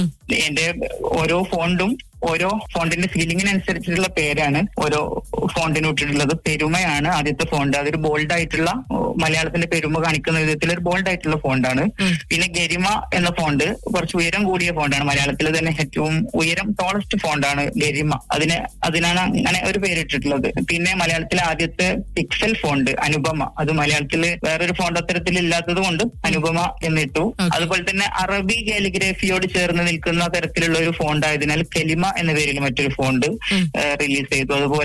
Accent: Mampad, Kerala, India; നാട്ടിൽ മലപ്പുറം ജില്ലയിലെ മമ്പാട് സ്ഥലത്താണ്

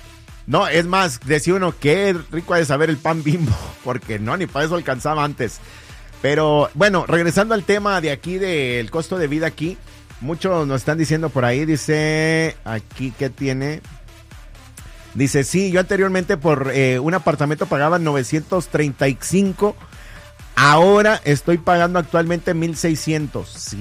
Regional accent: Cuautla, Morelos, Mexico; now in United States; allá yo crecí en Cuautla, Morelos. Allá radiqué muchos años. No soy originario de allá, pero allá crecí.

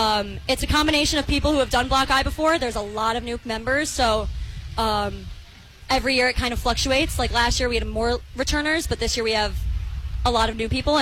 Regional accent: Deerfield, Illinois, United States; I'm from Deerfield, Illinois

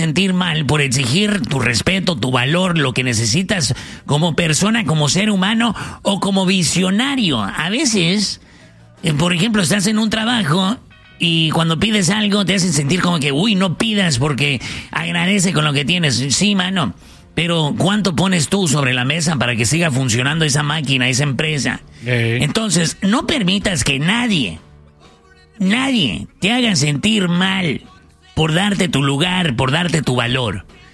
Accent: Ciudad Obregón, Sonora, Mexico; soy de Ciudad Obregón.

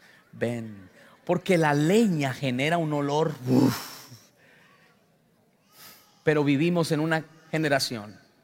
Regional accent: Colombia; Yo soy de Colombia, pero algunos, a lo mejor de sus países, vivieron lo que yo viví

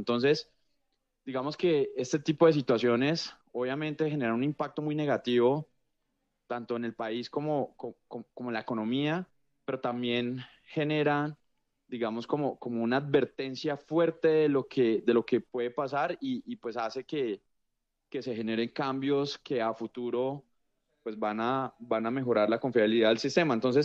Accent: Colombia; para nosotros como colombianos

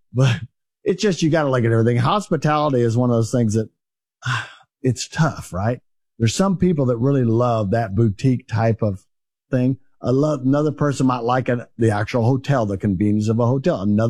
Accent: Texas, United States; Well, I'm from North Texas, you know, and there's a lot of Hispanics here the whole time I've been growing up.

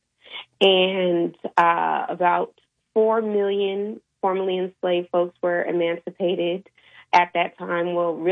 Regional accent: Denver, Colorado, United States; I grew up in Denver. I grew up celebrating Juneteenth.

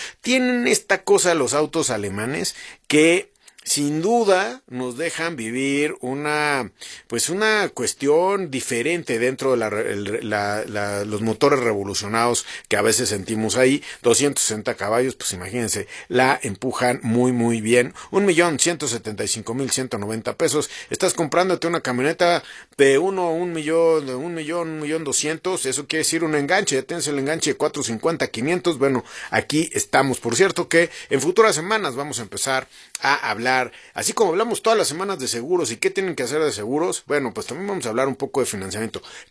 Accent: Mexico; nosotros como mexicanos

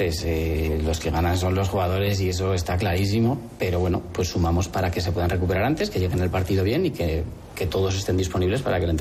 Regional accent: Huesca, Aragon, Spain; nosotros somos muy de Huesca

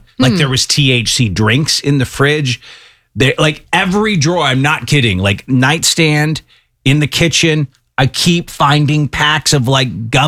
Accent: Ireland; I wouldn't. I'm Irish.

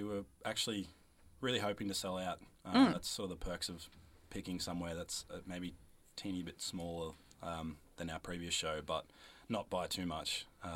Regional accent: Dromana, Victoria, Australia; the Dramana Drive-In where I grew up

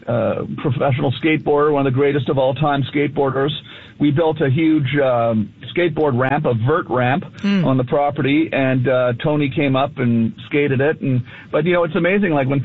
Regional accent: Ottawa, Ontario, Canada; I moved back to Canada, and I got a farm in Ontario. Mm. I grew up in Ottawa, so not far from Ottawa

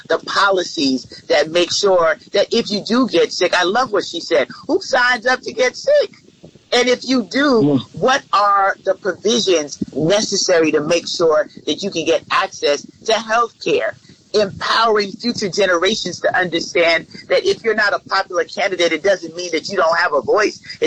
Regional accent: New York, United States; I'm from New York, so I know Chuck.

